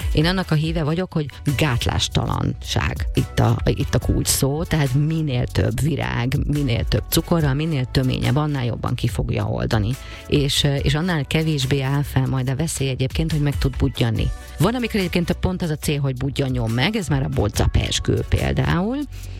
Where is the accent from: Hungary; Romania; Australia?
Hungary; ha már magyarok vagyunk